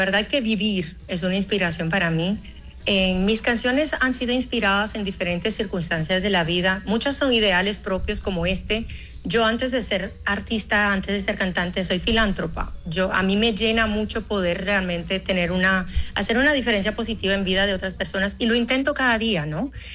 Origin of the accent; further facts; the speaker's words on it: Dominican Republic; also born or lived in Haiti; soy haitiana, crecí en República Dominicana, vine a vivir acá desde muy pequeñita porque mi madre fue asesinada en mi país. Nosotros crecimos aquí en República Dominicana